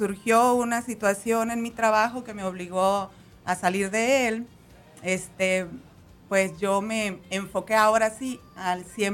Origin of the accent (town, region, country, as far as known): Mexico; moved away as an adult; also born or lived in United States; now in Puerto Rico